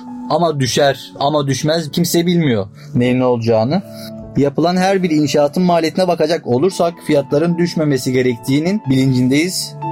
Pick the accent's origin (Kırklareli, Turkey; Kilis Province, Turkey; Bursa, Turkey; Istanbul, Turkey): Kilis Province, Turkey; Kilis; Aslen kilisiyim, kilise yaşıyorum.